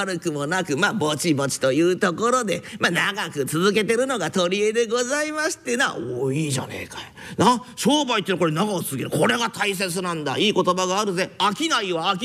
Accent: Niigata, Japan; moved away; うちの方の新潟の僕のふるさとの方ではお蕎麦屋さんに入ったらみんなカツ丼を頼んで、それで味噌汁代わりにかけそばを頼むというのがうちの方の風習なんです。

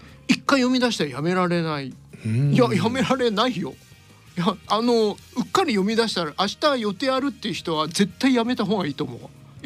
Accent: Hokuriku, Japan; まあ俺もね、まあ、言ってないんだけど北陸地方出身なんで、

